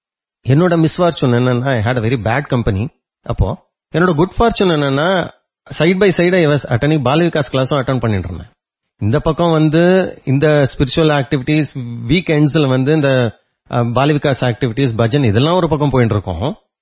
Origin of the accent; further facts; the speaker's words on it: Chennai, Tamil Nadu, India; born or raised there; also born or lived in Madurai / Salem